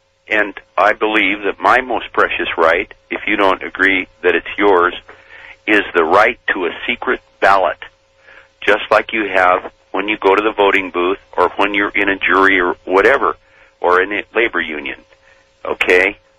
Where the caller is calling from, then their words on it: Bothell, Washington, United States; Bothell, Washington.